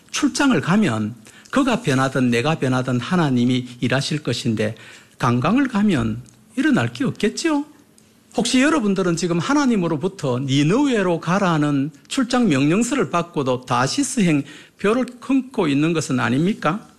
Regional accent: Busan, South Korea; moved away as an adult; now in Jeolla, South Korea; 저는 부산 사람인데

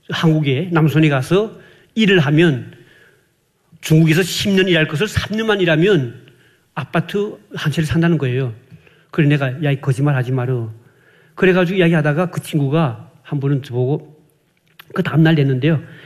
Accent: Hyesan, Ryanggang, North Korea; 저희 그 해산시가 강 건너편, 압록강 건너편이 중국 그 장백현이라고

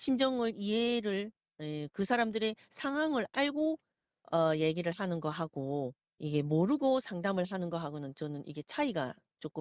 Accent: North Korea; now in South Korea; 우리 탈북민들

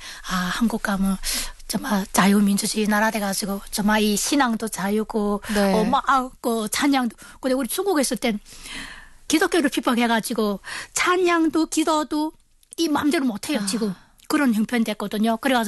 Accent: Chongjin, North Hamgyong, North Korea; now in South Korea; 남한 정착한 지 2개월 된 함경북도에서 온

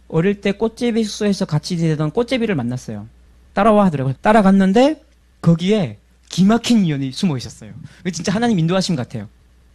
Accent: North Korea; moved away; also born or lived in China; 그래서 북한에 또 갔죠. 저는 안 가고 싶었는데 하나님이 차비 안 받으시고 그냥 무료로 이렇게 보내주셔갖고 고향 방문 한번더 했습니다.

